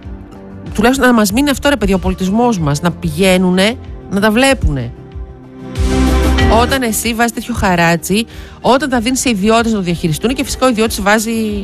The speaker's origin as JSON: {"language": "Greek", "town": "Thessaloniki", "region": "Central Macedonia", "country": "Greece"}